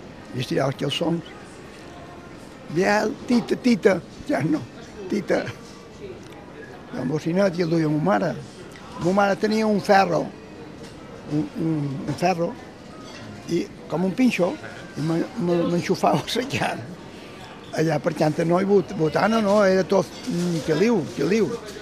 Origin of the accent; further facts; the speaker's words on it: Palma, Balearic Islands, Spain; Quan vaig començar a caminar, ma mare pelava peus i jo estava a 50 metres de la nave dels xocs, de l'escorxador de Palma.